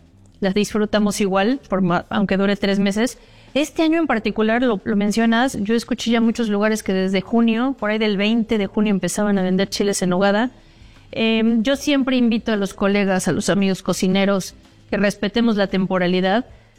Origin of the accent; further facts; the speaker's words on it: Puebla, Mexico; hay que lucirnos como poblanos